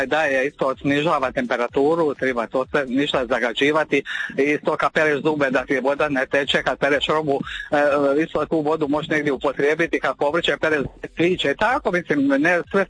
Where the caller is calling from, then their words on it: Šibenik, Šibenik-Knin County, Croatia; kako prije bilo i kod nas u Šibeniku